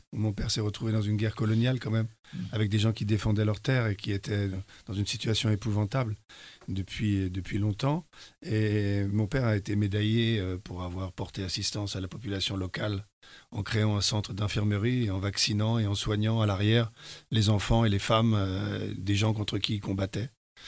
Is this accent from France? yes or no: no; Calabria, Italy; Oui, c'est l'aîné parce que tu vois, on est des Calabrais.